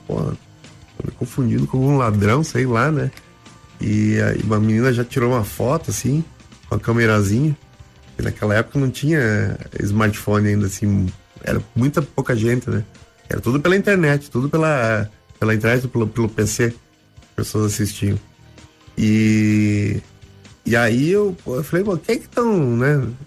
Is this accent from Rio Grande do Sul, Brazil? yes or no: yes; Rio Grande do Sul, Brazil; now in Curitiba, Brazil